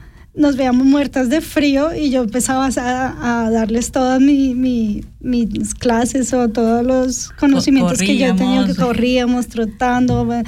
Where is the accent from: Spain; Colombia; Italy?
Colombia; Sí, bueno, pues es que soy colombiana